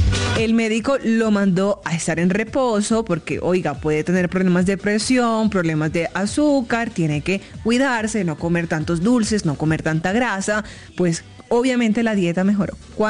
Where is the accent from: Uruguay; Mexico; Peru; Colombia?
Colombia; Caribbean Region; en mi tierra, yo soy costeña